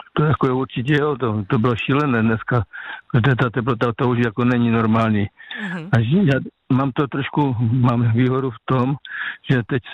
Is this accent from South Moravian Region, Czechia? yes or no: yes; Žeravice, South Moravian Region, Czechia; pocházím z Moravského Slovácka, z městečka Žeravice, to je mezi Kyjovem a Mzencem.